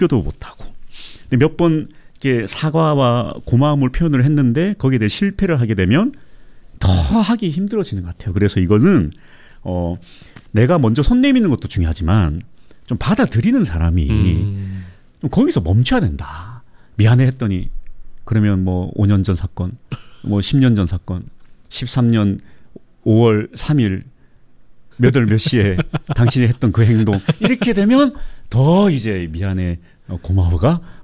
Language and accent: Korean; Gyeongsang, South Korea; 저는 아주 전형적인 경상도 사람이라면